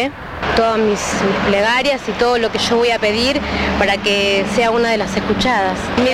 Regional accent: Virrey del Pino, Buenos Aires Province, Argentina; soy de Virrey del Pino y bueno, estamos acá en la carpa.

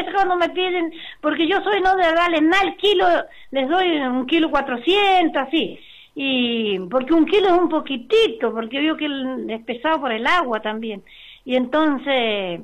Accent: Las Ovejas, Neuquén, Argentina; moved away; Yo nací en Las Ovejas, para arriba, vivía en Ranquileo, allá. Mis abuelos eran chilenos. Ellos llegaron de Chile cuando mi papá tenía 5 años

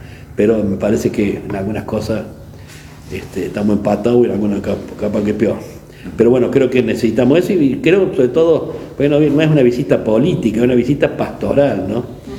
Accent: Argentina

